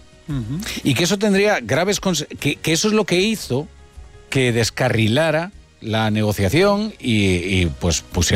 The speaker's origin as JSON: {"language": "Spanish", "town": "Córdoba", "region": "Andalusia", "country": "Spain", "said": "Yo soy de Córdoba consorte, ¿verdad?"}